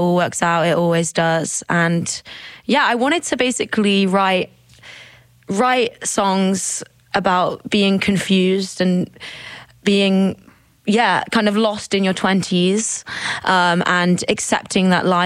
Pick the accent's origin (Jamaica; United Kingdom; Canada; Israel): United Kingdom; Midlands; since I was like a little girl growing up in the Midlands.